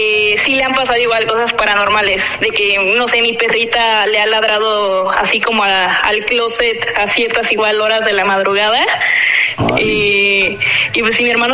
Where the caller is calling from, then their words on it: Mexico City, Mexico; De la Ciudad de México.